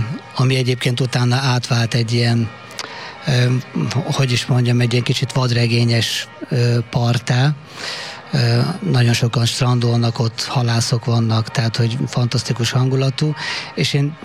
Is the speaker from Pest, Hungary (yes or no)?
yes; Vác, Pest, Hungary; Itt nőttem fel, minden gyökerem itt van, úgyhogy imádom ezt a várost.